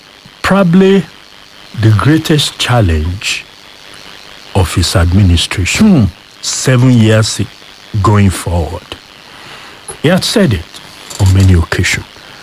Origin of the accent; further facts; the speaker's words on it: Oyo, Nigeria; also born or lived in Ogbomoso North; I am from Orire, local government, Orirunminu.